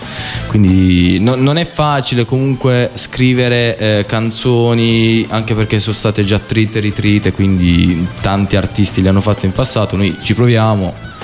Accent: Apulia, Italy; accent: Apulian; now in Cesena, Italy; Lavoro a Cesena, però sono... Cioè, dall'accento si capisce che sono pugliese.

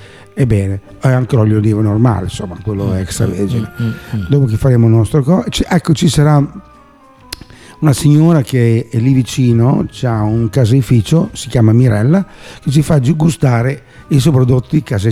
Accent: Abruzzo, Italy; born there; now in Bologna, Italy; Io sono abruzzese da nascita, vabbè, anche se è 52, 53, non mi ricordo neanche più quanti anni che sono qui a Bologna

